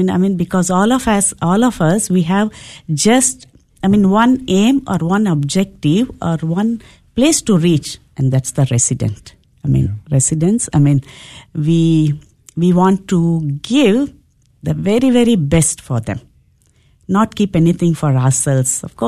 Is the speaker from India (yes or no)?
yes; India; moved away as an adult; I come from India